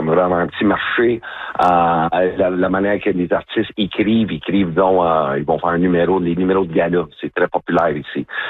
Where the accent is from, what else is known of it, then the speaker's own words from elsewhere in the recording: Ontario, Canada; Puis en plus, tu sais, j'ai grandi un peu en Ontario quand j'étais plus jeune.